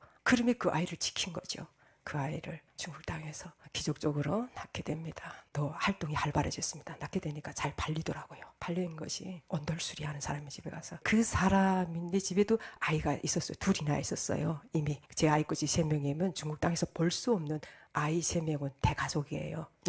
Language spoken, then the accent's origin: Korean; North Korea; moved away as an adult; also born or lived in China